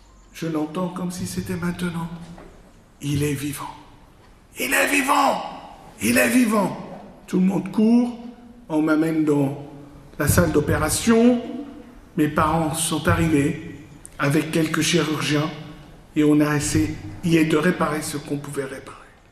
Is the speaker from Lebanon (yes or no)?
yes; Lebanon; born or raised there